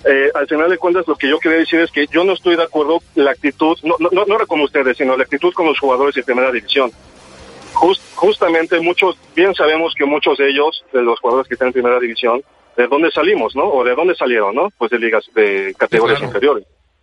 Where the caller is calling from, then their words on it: Xalapa, Veracruz, Mexico; se llamo de Jalapa.